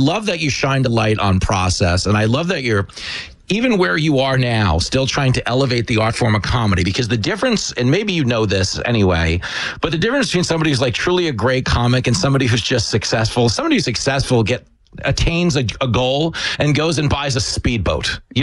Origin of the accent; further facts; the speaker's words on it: New York, United States; And as a New Yorker, it's not a real billboard unless you climb up and draw X-rated graffiti on it.